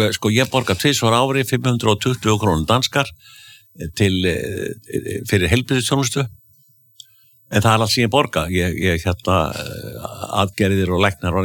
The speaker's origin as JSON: {"language": "Icelandic", "town": "Akureyri", "region": "Northeastern Region", "country": "Iceland", "tie": "born or raised there"}